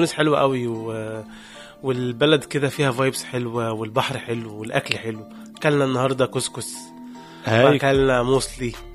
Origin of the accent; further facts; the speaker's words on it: Egypt; في الاخر انا مصري